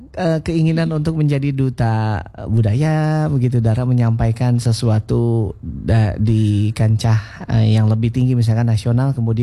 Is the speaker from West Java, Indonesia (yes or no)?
yes; West Java, Indonesia; ini energik banget orang Sunda. Nah, itu juga menggambarkan kalau kita memang karakteristiknya gembira, riang